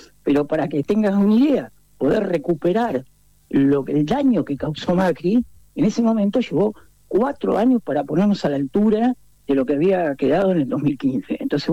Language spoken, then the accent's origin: Spanish; Argentina